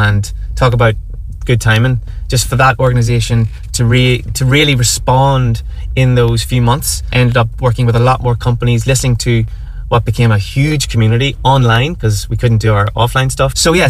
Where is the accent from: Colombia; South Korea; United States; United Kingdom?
United Kingdom; Warrenpoint, Northern Ireland; now in Skerries, Ireland; I'm from Warren Point in County Down, but I've been based in Dublin in the city for the last sort of 9-10 years.